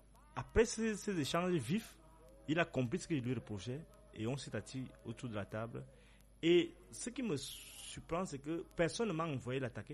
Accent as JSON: {"language": "French", "country": "Cameroon", "moved": "as an adult", "said": "c'est grâce à lui aussi que je suis sorti du Cameroun. Mmh. En 2005, après la grève des étudiants, j'ai bénéficié d'une bourse de mobilité pour le Canada"}